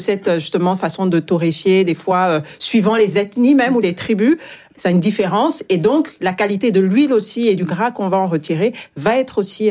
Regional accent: Gabon; Moi j'ai grandi au Gabon

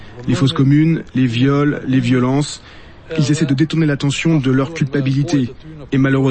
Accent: Prekaz, Mitrovica District, Kosovo; je viens du village de Prekaz, du Bas. J'ai 53 ans et je suis le président des vétérans du secteur de Skenderaï.

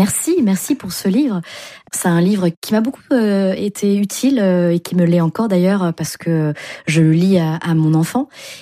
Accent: France; born there; que nos parents sont nés au Vietnam ou ailleurs, que nous on est nés en France

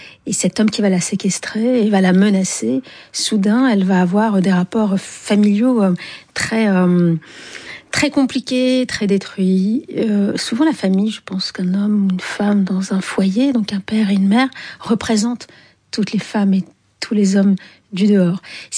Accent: Algiers, Algiers Province, Algeria; parce que j'ai grandi à Alger, qui était un pays très viril, masculin.

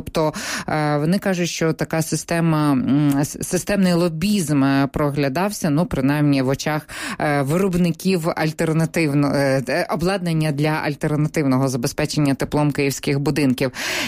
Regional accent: Kyiv, Ukraine; от я як киянка, я бачу, що мені робиться недостатньо

